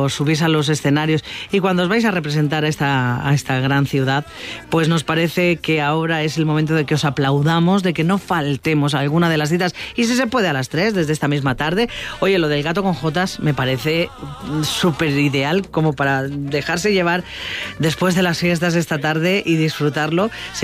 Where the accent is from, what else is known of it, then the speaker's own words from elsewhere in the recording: Villena, Valencian Community, Spain; soy de Villena.